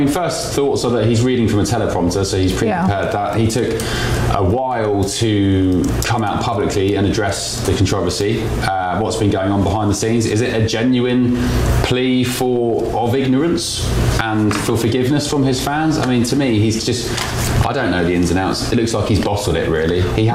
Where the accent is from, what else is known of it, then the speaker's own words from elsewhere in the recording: Shoreham, South East England, United Kingdom; born there; I was born in Shoreham, actually, and the reason being, my brother used to live next to Highbury.